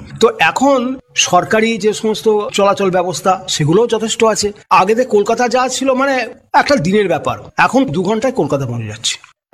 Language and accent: Bangla; West Bengal, India; আজকের আমার মৌবেশিয়া গ্রাম কিন্তু একটা যথেষ্ট, কি বলবো, যে উল্লেখযোগ্য জায়গায় রয়েছে।